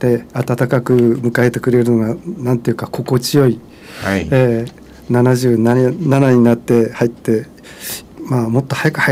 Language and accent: Japanese; Hakodate, Hokkaido, Japan; moved away as an adult; also born or lived in Sendai; now in Sapporo, Japan; 私も土産子で函館ですから、